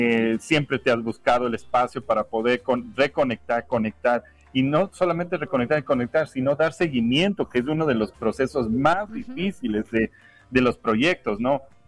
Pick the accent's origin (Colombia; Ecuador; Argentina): Ecuador; moved away as an adult; also born or lived in United States; now in Mexico City, Mexico; todo lo que somos de Ecuador